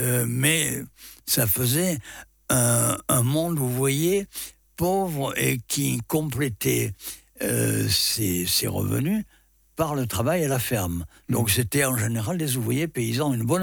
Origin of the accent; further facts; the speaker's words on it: France; born there; moved away; je suis d'une des premières générations à avoir quitté ma région natale pour d'autres régions de la France